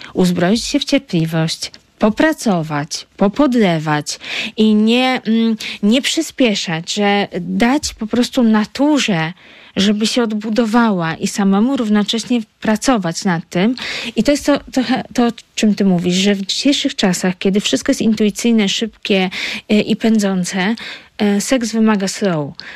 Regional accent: Warsaw, Masovian Voivodeship, Poland; moved away as an adult; mieszkałam tak to w Warszawie całe życie, w centrum

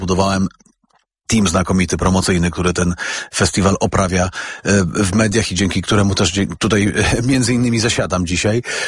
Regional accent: West Pomeranian Voivodeship, Poland; born or raised there

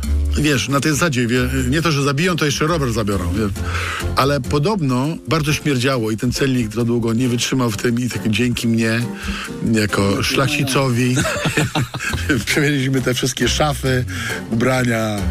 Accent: Wrocław, Lower Silesian Voivodeship, Poland; also born or lived in Vilnius, Lithuania; Urodziłem się w Wilnie, miałem 2 latka, moja rodzina przyjechała do Wrocławia takim pociągiem jak sami swoi.

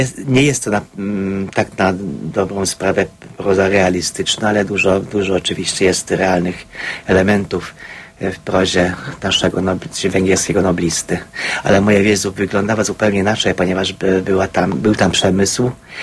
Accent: Debrecen, Hajdú-Bihar, Hungary; Polish is a second language; Urodziłem się na Węgrzech, w Debreczynie.

